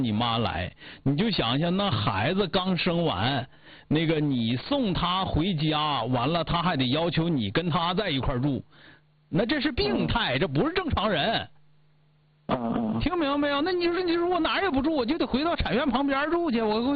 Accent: Northeast China, China; 也是咱们东北人的话啊

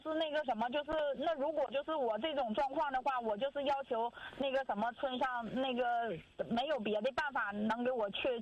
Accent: Heilongjiang, China; 我这个我是黑龙江的嘛

